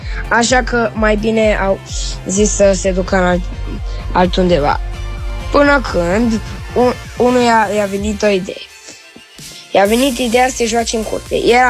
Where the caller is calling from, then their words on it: Bucharest, Romania; eu am standit din București și am 10 ani